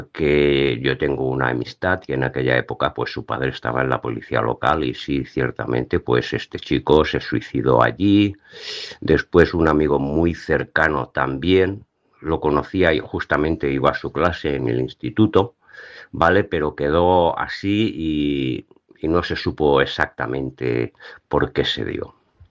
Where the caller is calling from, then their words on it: Caldes de Montbui, Catalonia, Spain; yo soy de Caldas de Montbui